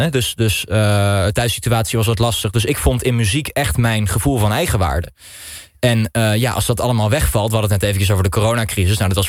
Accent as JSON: {"language": "Dutch", "town": "Castricum", "region": "North Holland", "country": "Netherlands", "said": "Ik ben dus niet, zoals jullie twee, christelijk opgevoed. Dus ik kom uit Castricum. En Castricum is in de jaren 60 eigenlijk meteen geseculariseerd."}